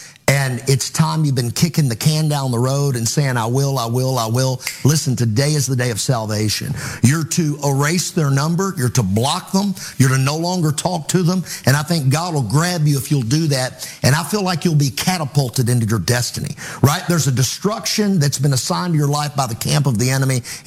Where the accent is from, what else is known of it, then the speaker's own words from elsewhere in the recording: Providence, Kentucky, United States; I would be driving from my hometown in Providence, Kentucky, to take classes in Madisonville, Kentucky.